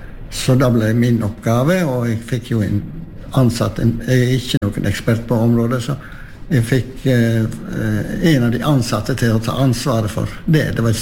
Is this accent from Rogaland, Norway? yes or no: no; Hafslo, Vestland, Norway; Ja, för det första så är jag född och uppvuxen i Havslo.